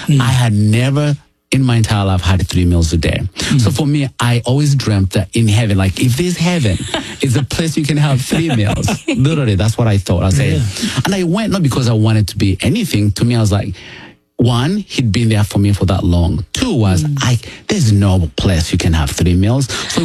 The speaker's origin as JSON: {"language": "English", "country": "Uganda", "tie": "born or raised there", "said": "You know, well, I come from Uganda and grew up poor of the poorest."}